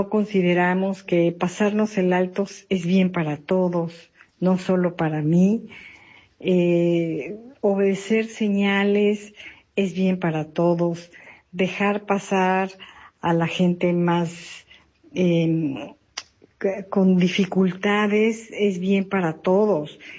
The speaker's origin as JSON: {"language": "Spanish", "country": "Mexico", "said": "nosotros como mexicanos, cuando nos unimos, somos tan linda gente."}